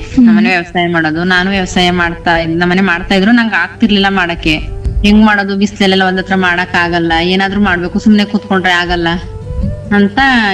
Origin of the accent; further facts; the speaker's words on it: Kallahalli, Karnataka, India; ನಾವು ಕಲ್ಲಳ್ಳಿ, ಹುಣಸೂರಿಂದ 25 ಕಿಲೋಮೀಟ್ರು ಬರ್ಬೇಕ ಕಲ್ಲಳ್ಳಿ ಅಂತ ಒಂದು ಹಳ್ಳಿ.